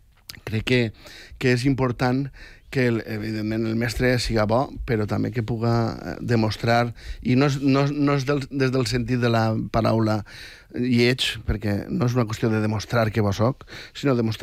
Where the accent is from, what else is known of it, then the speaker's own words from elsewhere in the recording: Villarreal, Valencian Community, Spain; Bueno, jo sóc de Villarreal, del millor equip del... de la Comunitat Valenciana